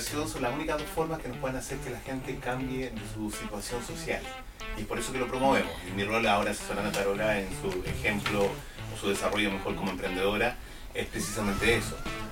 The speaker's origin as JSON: {"language": "Spanish", "country": "Chile"}